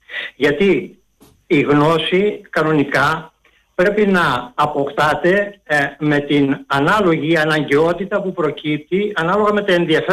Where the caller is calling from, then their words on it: Piraeus, Attica, Greece; από Πειραιά, από Καμίνια.